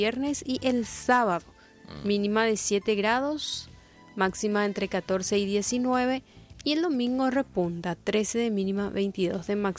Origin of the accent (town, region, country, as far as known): Paraguay